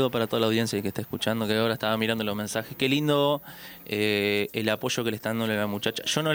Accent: Artigas, Uruguay; also born or lived in Caraguatá, Tacuarembó; Soy de Caraguatá, de Tacuarembó, criado en Artigas, en la cuna de la música.

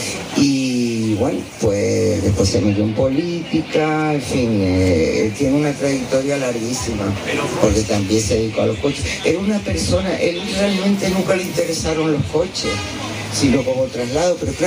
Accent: Canary Islands, Spain; y así salí yo, que no se me nota nada, que no soy de Canarias.

